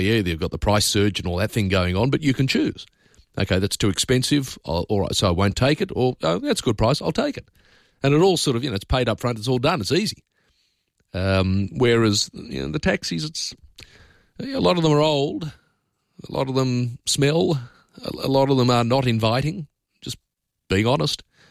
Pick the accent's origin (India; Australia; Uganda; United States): Australia; I mean, I'm an Australian and I've been around a bit.